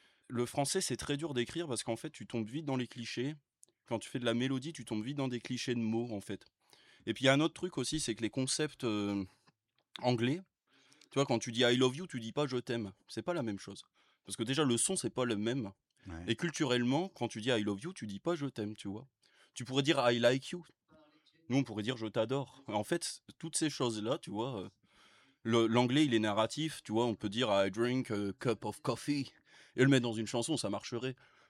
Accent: France; Nous, on est français, donc en fait, on n'a pas ce recul-là

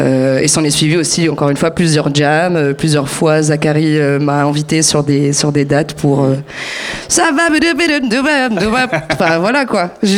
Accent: Morocco; Faut savoir aussi que je suis marocaine, j'ai vécu au Maroc pendant 18 ans, je suis née là-bas aussi.

